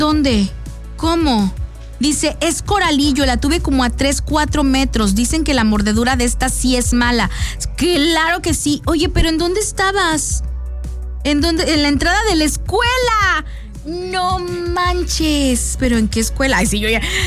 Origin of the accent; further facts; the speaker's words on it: Coatzacoalcos, Veracruz, Mexico; moved away; Antes, cuando estaba chiquita, yo vivía en Coatzacoalcos. Yo soy de Coatzacoalcos. Entonces, vivíamos en una colonia que estaba enfrente de la playa. Así tal cual. Tu casa, mi casa, estaba así, pasando la callecita y ya estaba la playa.